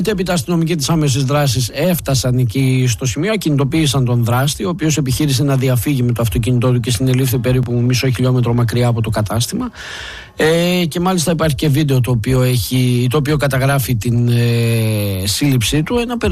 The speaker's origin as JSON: {"language": "Greek", "country": "Greece", "said": "Σαν Έλληνες πολίτες, παιδί μου, πόσο ασφάλεια μπορεί να νιώθουμε."}